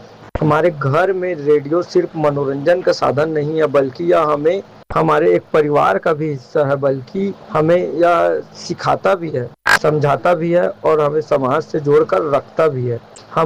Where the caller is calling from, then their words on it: Raigarh, Chhattisgarh, India; रायगढ़ का रहने वाला हूँ।